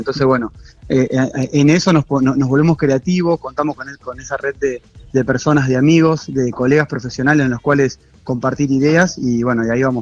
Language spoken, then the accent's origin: Spanish; Rosario, Santa Fe, Argentina; moved away; yo soy de Rosario